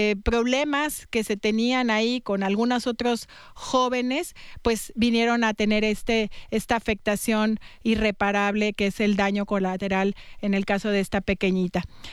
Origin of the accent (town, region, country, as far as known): Mexico